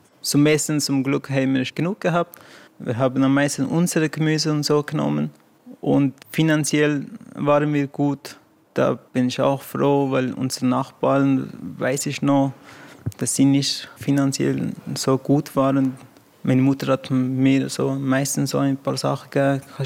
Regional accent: Afghanistan; German is a second language; now in Wabern, Switzerland

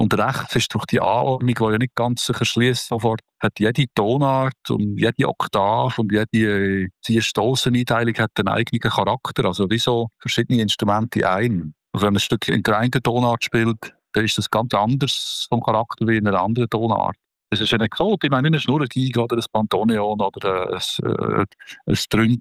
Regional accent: Basel-Landschaft, Switzerland; Pflanzfetz war ja damals auch schon ein Thema im Waldenburgertal, wo ich aufgewachsen bin.

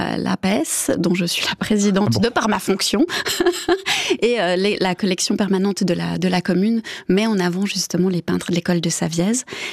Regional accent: Biel/Bienne, Bern, Switzerland; moved away; also born or lived in Lausanne; Non. Donc, je suis partie de Bienne. Je suis arrivée à Lausanne. Après, je suis partie sur la Riviera. Maintenant, je vais un petit peu plus loin.

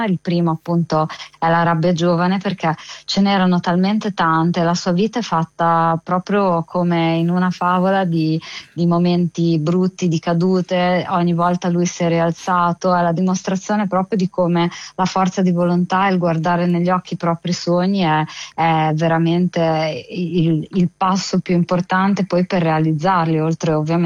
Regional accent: Emilia-Romagna, Italy; accent: Emilian; io credo che si senta dall'accento, sono emiliana come

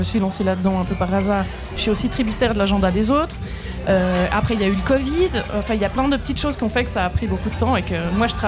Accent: La Chaux-de-Fonds, Neuchâtel, Switzerland; Pas des masses, non. Je suis du Chaux-de-Fonds.

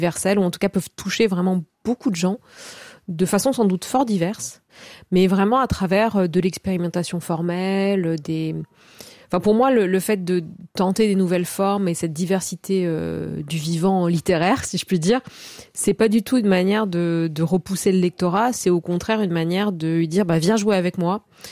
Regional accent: Corsica, France

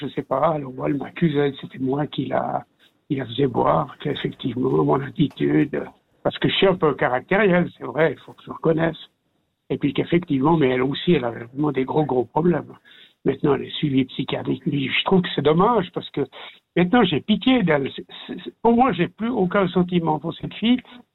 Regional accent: Switzerland; moved away as an adult; now in Lausanne region, Switzerland; moi, je suis né sur la frontière française. Mon père était fonctionnaire aux douanes

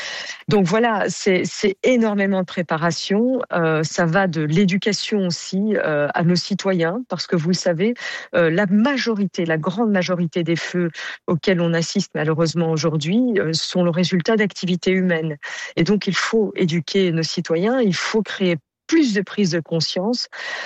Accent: Belgium; je suis belge.

